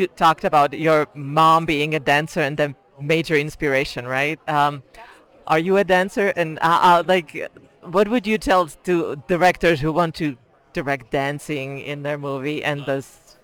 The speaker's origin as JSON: {"language": "English", "region": "Montana", "country": "United States", "said": "from Montana, KGVM radio station."}